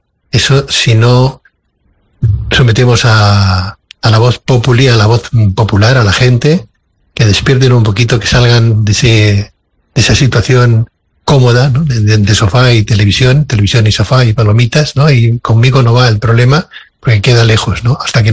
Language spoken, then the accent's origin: Spanish; Spain; A nosotros de la nacionalidad no la hemos tenido que ganar, como españoles, nuestros padres, nuestros abuelos, nuestros de aquí de siempre.